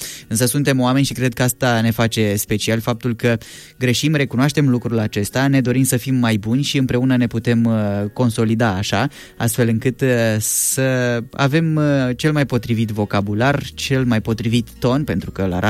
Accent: Romania; români până la urmă.

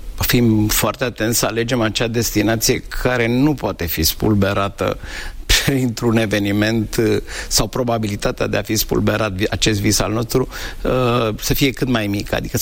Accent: Bucharest, Romania; also born or lived in Buzău County; Doar m-am născut, pentru că la 2 ani deja eram în București. Păstrez o amintire deosebită și

